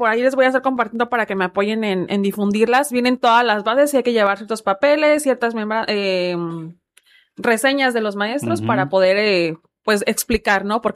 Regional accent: Manzanillo, Colima, Mexico; todas y todos los manzanillenses

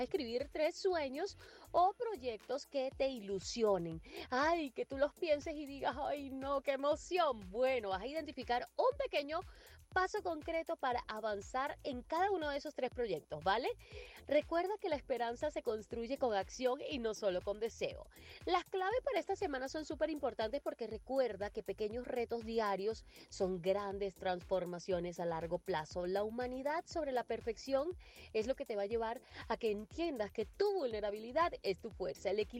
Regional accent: Venezuela; now in Mexico; Yo soy la venezolana más mexicana

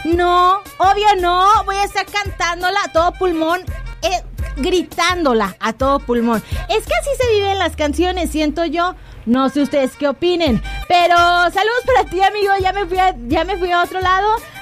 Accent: Mexico; sí soy mexicana también

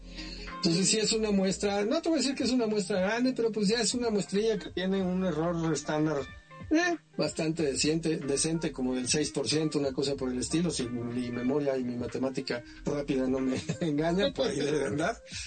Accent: Mexico; es igual en cuanto al comportamiento de que tenemos como mexicanos hacia el dinero.

